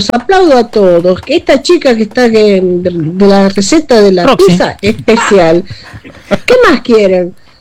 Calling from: Uruguay; la uruguaya de Florida.

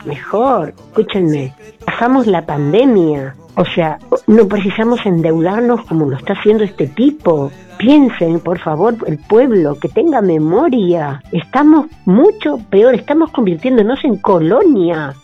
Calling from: San Martín, Buenos Aires Province, Argentina; de San Martín, acá con mi mate

